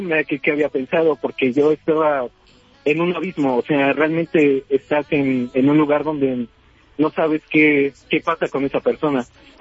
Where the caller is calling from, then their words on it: Metepec, State of Mexico, Mexico; Yo soy de Metepec, Estado de México.